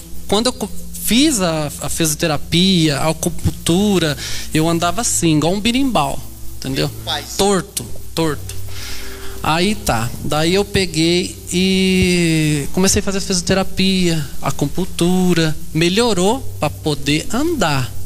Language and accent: Portuguese; Apucarana, Paraná, Brazil; encontrei uma senhora, que eu sou de lá de Apucaranda, e ela de lá.